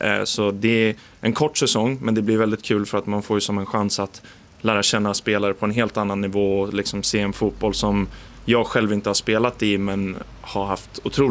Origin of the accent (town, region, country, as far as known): Sweden; now in United States